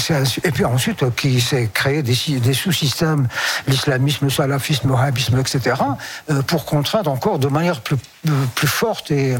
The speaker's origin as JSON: {"language": "French", "country": "Algeria", "said": "Je suis algérien."}